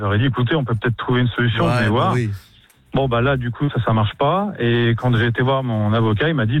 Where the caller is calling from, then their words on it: Orléans, Centre-Val de Loire, France; Alors moi, je suis sur Orléans.